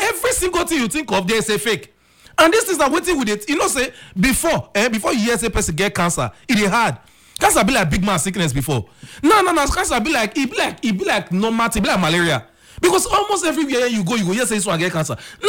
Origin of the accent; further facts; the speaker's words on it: Nigeria; As a Nigerian